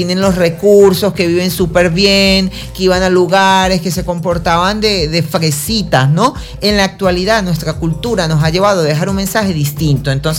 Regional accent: Venezuela; acá como venezolano

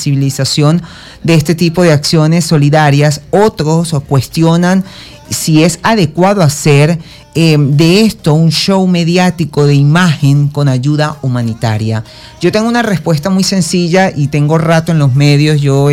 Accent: Caracas, Capital District, Venezuela; born there; moved away; nací en Caracas y es una tierra que además amo

